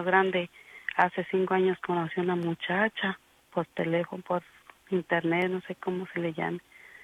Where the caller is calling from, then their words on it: Austin, Texas, United States; Soy de aquí de Austin, Texas.